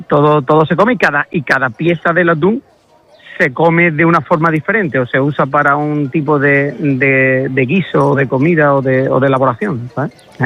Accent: Villanueva, Andalusia, Spain; y en mi tierra, en la parte que decías tú, Ana, muy bien, que mi pueblo está a 40... Yo digo que Villanueva está a 40 kilómetros de todo, porque está a 40 kilómetros de Huelva capital

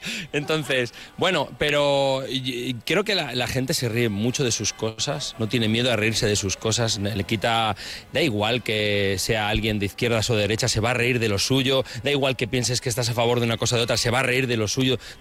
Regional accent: Valladolid, Castile and León, Spain; para un vallisoletano, por lo menos para mí, que soy vallisoletano de raza, como quien dice

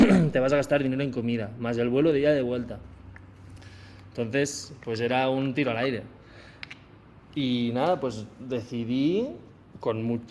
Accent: Olot, Catalonia, Spain; pero ¿quién va a ir a mi pueblo de Olot?

